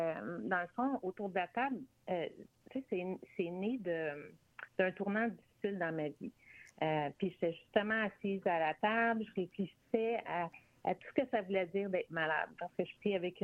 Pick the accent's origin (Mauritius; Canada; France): Canada; Laval, Quebec; Fait que c'est dur de dire d'où je viens, mais comme j'ai grandi à Laval.